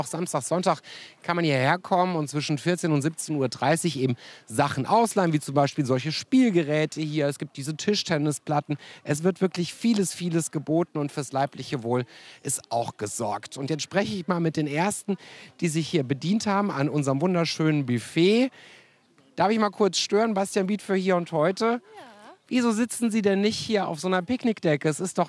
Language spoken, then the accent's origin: German; Cologne, North Rhine-Westphalia, Germany; Ich komme aus dem Staunen gar nicht raus, komme ja aus Köln.